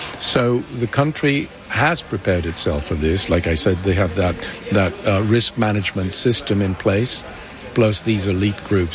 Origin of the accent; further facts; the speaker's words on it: Colombia; I come from Colombia, and it's a land of earthquakes. There's nothing you can do about it. I can remember as a child at least four very strong earthquakes.